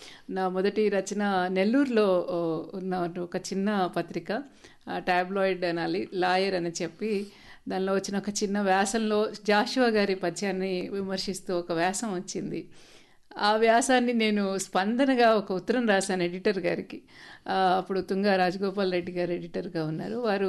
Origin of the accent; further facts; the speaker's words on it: Mahbubnagar, Telangana, India; నా చిన్నతనంలో మా మహబూబ్ నగర్లో